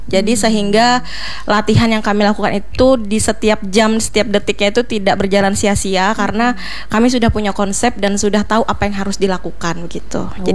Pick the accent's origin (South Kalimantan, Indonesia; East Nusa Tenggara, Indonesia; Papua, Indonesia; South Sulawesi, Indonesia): South Kalimantan, Indonesia; Banjar; moved away; saya sebagai seorang pendatang ya, saya dari Banjar